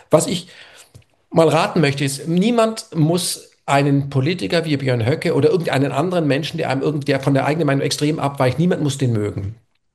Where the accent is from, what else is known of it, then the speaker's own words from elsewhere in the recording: Germany; ich bin in Deutschland groß geworden